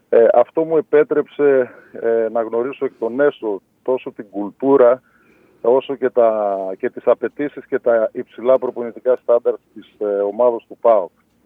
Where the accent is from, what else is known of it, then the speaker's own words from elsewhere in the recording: Agrinio, Western Greece, Greece; moved away; μετά από πολλά χρόνια απουσίας από την ευρύτερη περιοχή, όχι μόνο από τα Αγρίνιο, επέστρεψα το τελευταίο διάστημα, μετά από μια πορεία, εν πάση περιπτώσει, τόσο στην Ελλάδα όσο και στο εξωτερικό.